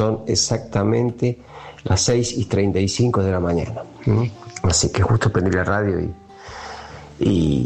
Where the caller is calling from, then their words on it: Italy; desde Italia